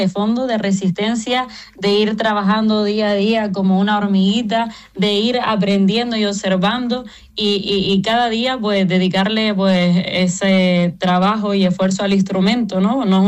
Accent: Valsequillo de Gran Canaria, Canary Islands, Spain; yo, que soy de Valsequillo, uno de los municipios que forma parte de esa medianía

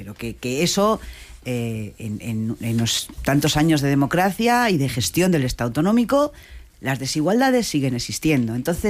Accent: Castile and León, Spain; Yo soy de Castilla y León, que es una comunidad que tampoco es rica

